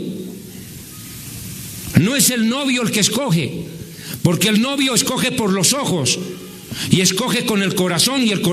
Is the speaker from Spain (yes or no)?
no; Bolivia; moved away; lo justo es que yo venga a Bolivia y me despida ante mis paisanos